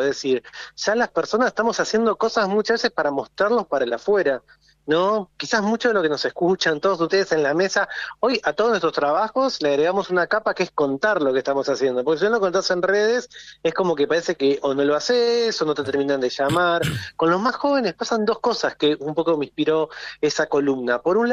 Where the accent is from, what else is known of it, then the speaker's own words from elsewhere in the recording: Campana, Buenos Aires Province, Argentina; yo nací en 1980, mi cuarto adolescente, soy de provincia de Buenos Aires, ciudad de Campana, y el cuarto de mi casa era, lo compartía con mi hermano